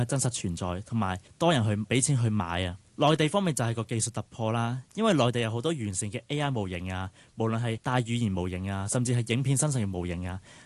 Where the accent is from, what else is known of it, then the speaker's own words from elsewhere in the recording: Hong Kong; 我身為一個香港人係完全從來冇聽過呢啲咁嘅術語咯